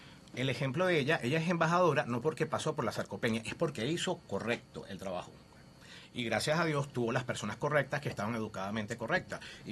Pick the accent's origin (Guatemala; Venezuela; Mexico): Venezuela; also born or lived in Colombia; now in Puerto Rico; Yo soy venezolano, vivo en Colombia